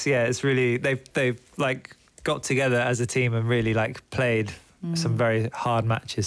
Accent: South West England, United Kingdom; now in London, United Kingdom; We're what you'd call country boys. So we're from the West Country. I'm from near Stonehenge

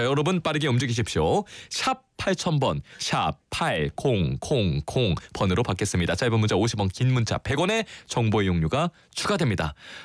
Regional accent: Incheon, South Korea; 제가 또 인천 출신이라 갈매기와 일가견이 있습니다.

